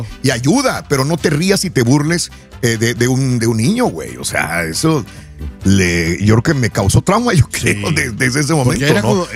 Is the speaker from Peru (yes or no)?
no; Matamoros, Tamaulipas, Mexico; Yo soy de Matamoros, pero la familia de mi mamá es de Nuevo León, Gualahuises, Linares.